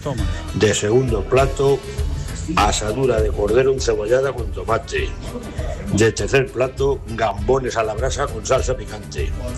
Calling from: Alcázar de San Juan, Castilla-La Mancha, Spain; de Alcázar de San Juan. Ahí vamos con las calores aquí en Alcázar.

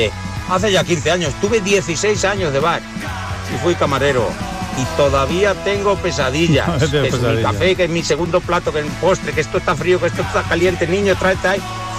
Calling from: Villapalacios, Castilla-La Mancha, Spain; de Villapalacios.

